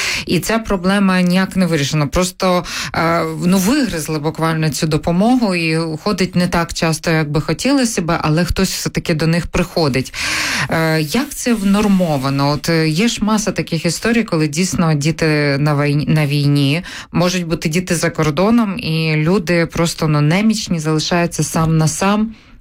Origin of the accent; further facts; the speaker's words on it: Brovary, Kyiv Oblast, Ukraine; от я вам наведу приклад із моїх рідних Броварів.